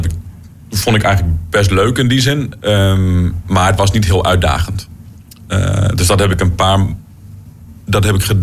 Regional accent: East Germany, Germany; Toen ik klein was nog in Oost-Duitsland... had ik een keer voor mijn 5e of 6e verjaardag... een fornuis gekregen

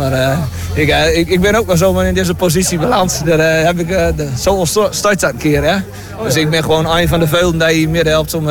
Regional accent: Stedum, Groningen, Netherlands; Dat is al jaren geleden hadden we bij ons in Stedum. Nou, daar was het een trapveldje. En ik woonde door vlakbij zo in de tijd nog, in Olderlijk Hoes.

